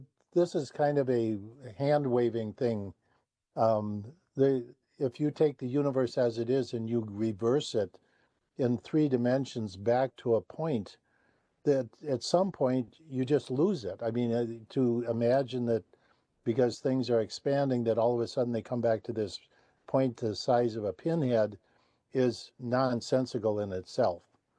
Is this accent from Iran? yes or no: no; Ireland; I'm Irish, you know, grew up a Catholic.